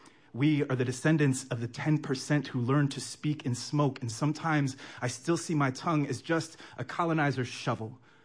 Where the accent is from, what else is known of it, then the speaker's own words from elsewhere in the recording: Hawaii, United States; I'm of Samoan descent. I was born and raised in Hawaii, and he's Hawaiian.